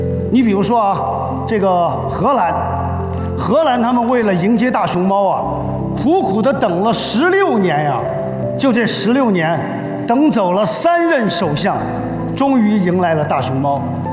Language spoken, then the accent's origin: Chinese; Sichuan, China; 我们作为一个四川人，我太骄傲了。